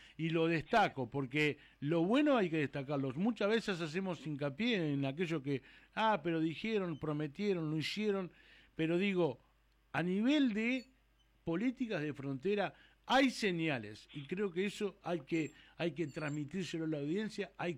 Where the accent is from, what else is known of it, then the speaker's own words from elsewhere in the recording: Paso de los Toros, Tacuarembó, Uruguay; Yo desde que estoy en el norte del país, yo soy de Paso de los Toros, yo hace 14 años que estoy acá.